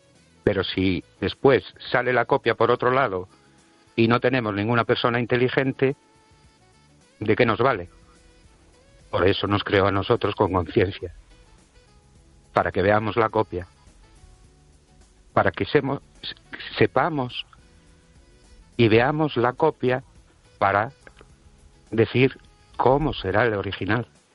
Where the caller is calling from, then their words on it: Brens, Galicia, Spain; de Brens.